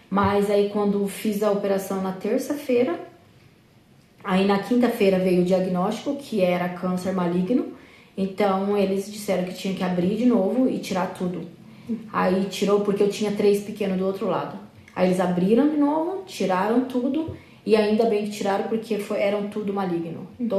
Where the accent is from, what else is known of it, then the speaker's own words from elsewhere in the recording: Iguatemi, Mato Grosso do Sul, Brazil; Ah, e venho do Mato Grosso do Sul. Brasil, Mato Grosso do Sul. E Guatemi é uma pequena cidade que fica na fronteira do Paraguai e Argentina.